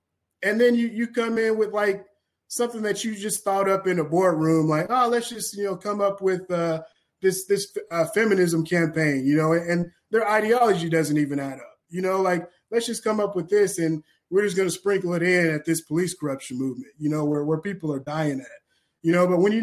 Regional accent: Kentucky, United States; I'm from Kentucky.

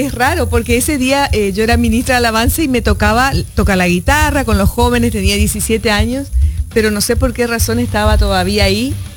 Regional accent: Misiones, Argentina; also born or lived in Entre Ríos, Argentina; yo soy de Entre Ríos, Argentina, pero me crié en Misiones. Así que me considero misionera de Argentina.

